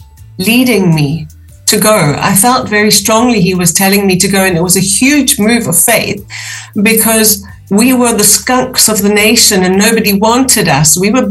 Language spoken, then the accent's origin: English; Durban, KwaZulu-Natal, South Africa; born or raised there; now in United Kingdom